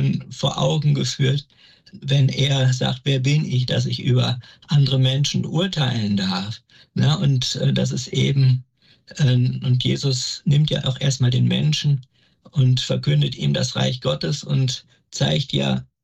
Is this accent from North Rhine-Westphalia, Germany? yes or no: yes; Wesel, North Rhine-Westphalia, Germany; komme gebürtig aus der Pfarrei Herz Jesu in Wesel